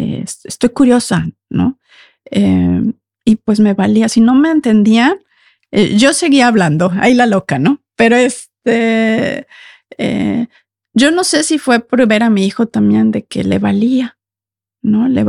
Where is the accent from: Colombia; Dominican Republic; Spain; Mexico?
Mexico; first language Spanish; moved away as an adult; now in Norway; mi idioma es el español. Si escuchan acento, soy mexicana